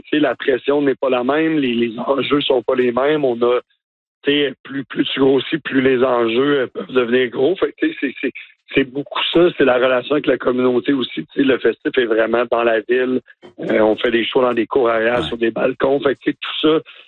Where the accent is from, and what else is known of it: Baie-Saint-Paul, Quebec, Canada; born or raised there